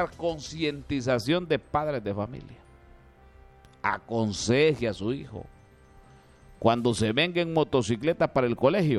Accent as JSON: {"language": "Spanish", "country": "Honduras", "said": "nosotros como hondureños"}